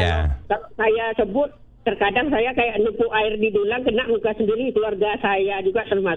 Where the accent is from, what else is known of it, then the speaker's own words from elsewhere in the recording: Riau, Indonesia; Kami kan punya sungai Kuantan di kampung saya, Kuantan Kringi.